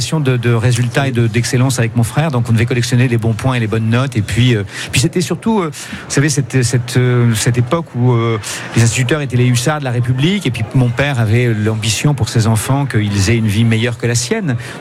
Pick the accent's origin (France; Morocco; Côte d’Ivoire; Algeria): France; Barbezieux, Nouvelle-Aquitaine; born there; Je suis charentais, moi je suis né en Charente.